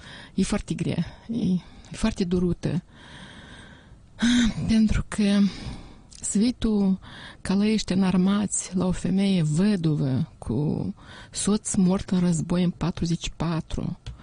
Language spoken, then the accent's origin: Romanian; Chirileni, Ungheni District, Moldova; au smuls covorul de perete la noi, la satul meu, Chirileni Ungheni, de unde sunt eu.